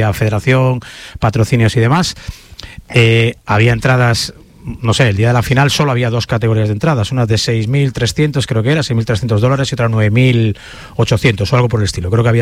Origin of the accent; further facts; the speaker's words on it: Vigo, Galicia, Spain; Yo vengo es que de Vigo